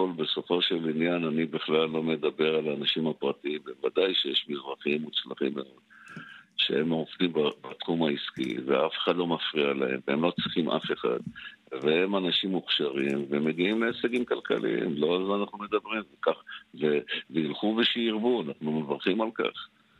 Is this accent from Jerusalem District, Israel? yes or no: yes; Jerusalem, Jerusalem District, Israel; אני זוכר את התקופה, אני ירושלמי, שהתפוצצו פה אוטובוסים